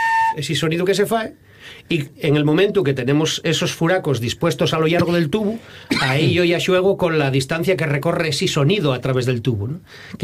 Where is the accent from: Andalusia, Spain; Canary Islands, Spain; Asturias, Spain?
Asturias, Spain; Gijón; sobre todo para los que somos del Natahoyo, de la Calzada, que siempre andamos con navalla en bolso.